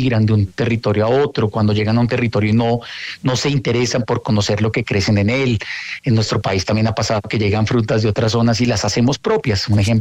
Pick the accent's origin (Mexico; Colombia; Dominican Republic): Colombia; como colombianos pues tenemos que aprender a valorarlo más